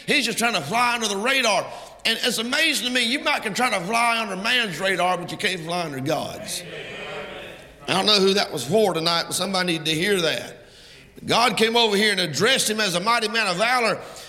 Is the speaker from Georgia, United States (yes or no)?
yes; Waterloo, Georgia, United States; I was born and raised in Waterloo, Georgia. You can't hardly find it. It's only about a mile wide from one end to the other. I'm telling you, it's a hole in the road. Ain't nothing there.